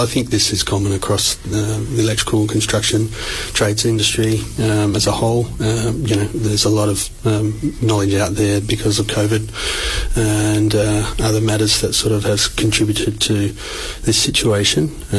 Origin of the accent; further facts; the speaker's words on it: Boyup Brook, Western Australia, Australia; moved away; Grew up in small country town, Balia. My parents are still down there. My sisters are still down there. My parents are still in a government-supported home. Growing up in Balia, with a population of about 200.